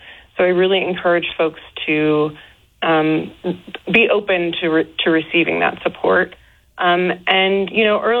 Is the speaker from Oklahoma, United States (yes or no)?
no; Chicago, Illinois, United States; moved away; I grew up in Chicago